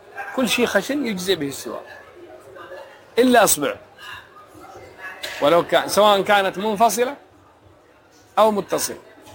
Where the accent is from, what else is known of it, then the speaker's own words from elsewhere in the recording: Yemen; عندنا في اليمن ماشي زيتون، الأراك والنخل عندنا